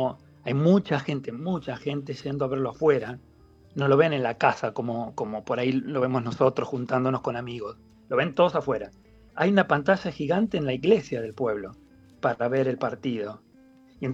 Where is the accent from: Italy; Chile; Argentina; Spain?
Argentina; moved away as an adult; now in London, United Kingdom; somos los argentinos del pueblo.